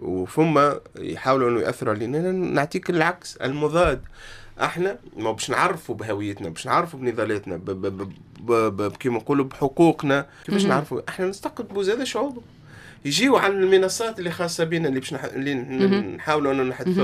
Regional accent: Tunisia; تتماشى مع هويتنا العربية والتونسية بالخصوص

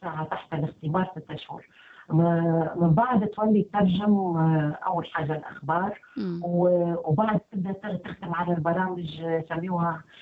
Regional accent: Tunisia; moved away; أنا تونسية، معناها أرتدي تونسيتي بكل فخر واعتزاز، معناها حتى مع ناس ما نعرفهمش نقول لهم أنا تونسية

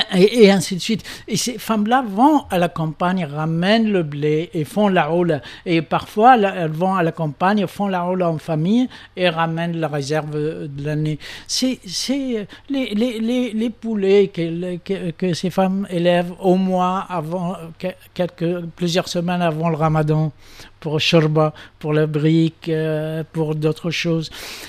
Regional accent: Tunisia; moi, quand je suis tunisien, je suis fier d'être tunisien, pas pour des raisons nationalistes, parce que justement, c'est mon pays

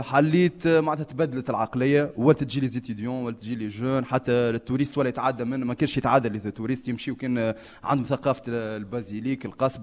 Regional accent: Tunisia; والحومة معتها نعرفها ملي أنا صغير مخاطر تربيت في الحومة هذية

